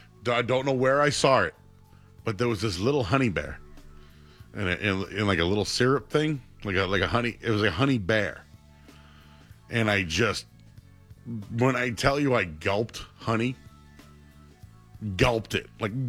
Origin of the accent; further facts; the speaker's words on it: Hyde Park, Massachusetts, United States; I'm from High Park.